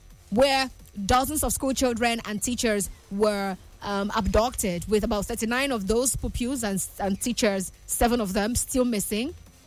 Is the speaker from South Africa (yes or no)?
no; Nigeria; I'm Nigerian.